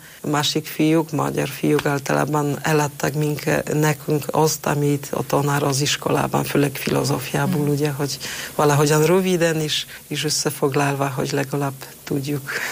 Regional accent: Poland; Hungarian is a second language; now in Hungary; itt Magyarországon, amikor valaki hallja, hogy lengyel vagyok, akkor látom, hogy nagy-nagy örömmel is, nyitott szívvel befogadják minket, lengyeleket.

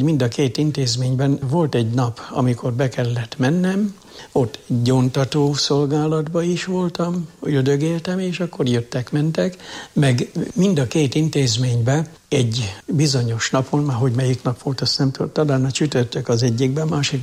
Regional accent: Jászárokszállás, Jász-Nagykun-Szolnok, Hungary; born there; moved away

